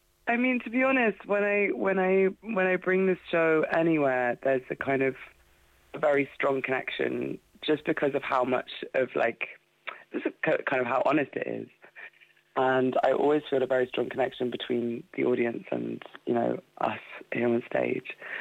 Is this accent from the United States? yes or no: no; Cork, Munster, Ireland; born there; So I was born in Cork, so...